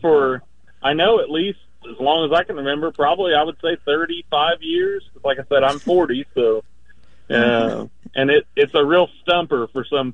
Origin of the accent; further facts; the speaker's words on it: Kokomo, Indiana, United States; I had a couple questions for you. I'm from Kokomo, Indiana.